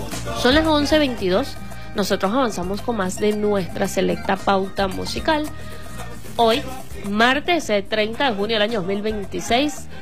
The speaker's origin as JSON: {"language": "Spanish", "country": "Venezuela", "said": "seguimos transmitiendo como venezolanos"}